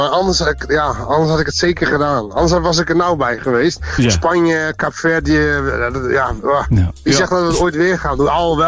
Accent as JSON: {"language": "Dutch", "town": "Delfzijl", "region": "Groningen", "country": "Netherlands", "tie": "born or raised there", "also_born_or_lived": "Rome", "said": "Ik ben geboren in Rome en opgegroeid in Delfzijl."}